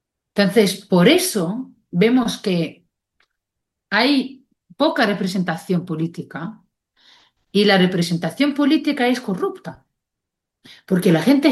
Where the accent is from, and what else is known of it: West Bank, Palestine